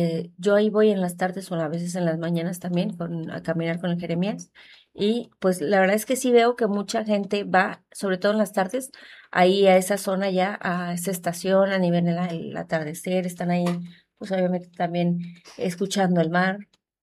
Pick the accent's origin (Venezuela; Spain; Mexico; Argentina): Mexico; Tengo mis ojos rasgaditos, pero sí, soy muy mexicana, 100% mexicana.